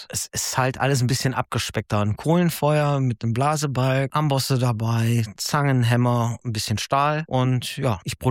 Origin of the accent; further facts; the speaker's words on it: Geneiken, Germany; 2019 bin ich hier nach Geneiken gezogen, zurück in meine Heimat